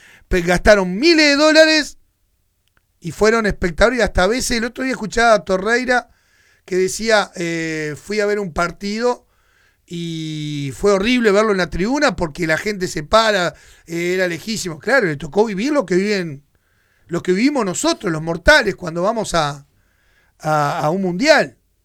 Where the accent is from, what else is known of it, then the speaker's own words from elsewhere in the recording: Uruguay; Uruguay es grande, somos un país pequeño en población, pero grande en el fútbol.